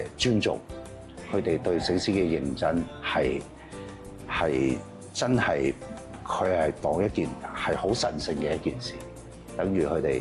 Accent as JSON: {"language": "Cantonese", "country": "Hong Kong", "tie": "born or raised there", "said": "我覺得就作為一個真係本土土生土長香港人"}